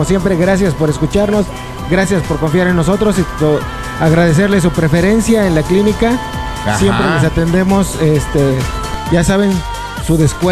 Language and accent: Spanish; Ciudad Hidalgo, Michoacán, Mexico; Mi ciudad natal se llama Ciudad Hidalgo.